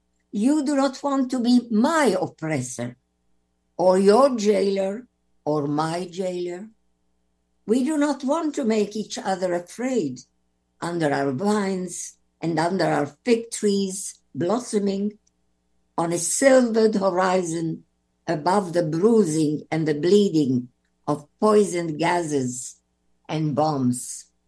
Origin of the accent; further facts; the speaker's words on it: Cairo, Cairo Governorate, Egypt; moved away; I was born in Cairo, and I went to a wonderful school called Alvernia English School for Girls in Zamalek in Cairo.